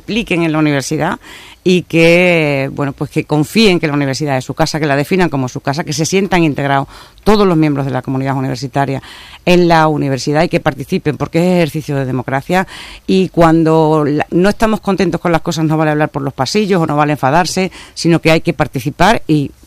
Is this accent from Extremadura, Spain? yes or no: yes; Llerena, Extremadura, Spain; Yo, por ejemplo, soy de Campiña